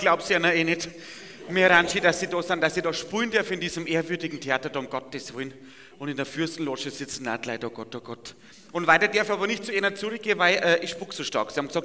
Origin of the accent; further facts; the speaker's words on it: Bavaria, Germany; ich komme vom Bauernhof, aus der Nähe von Passau, aus dem Bayerischen Wald. Und da wohne ich in einem Mehrgenerationenhaus.